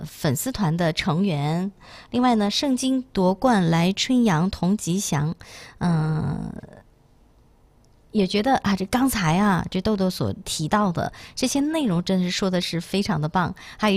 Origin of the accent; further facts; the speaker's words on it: Liaoning, China; 就咱们东北人，尤其你说咱们辽宁人